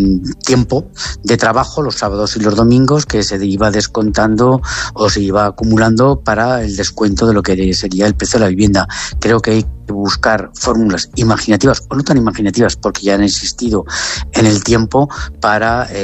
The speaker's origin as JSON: {"language": "Spanish", "region": "Aragon", "country": "Spain", "said": "yo tengo el recuerdo, puesto que soy de, no de Teruel Capital, sino de lo que sería el Bajo Aragón"}